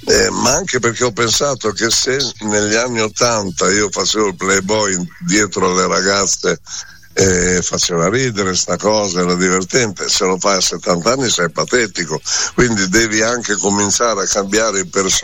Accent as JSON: {"language": "Italian", "town": "Bologna", "region": "Emilia-Romagna", "country": "Italy", "tie": "born there", "said": "Mio papà poi venne a Bologna, incontrò mia madre, io sono nato a Bologna, però"}